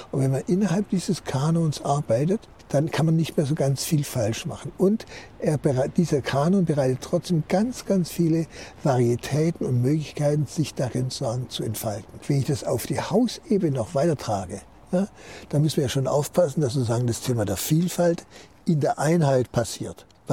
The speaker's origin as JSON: {"language": "German", "region": "Swabia", "country": "Germany", "moved": "yes", "said": "Als Schwabe bin ich etwas sanguinisch veranlagt"}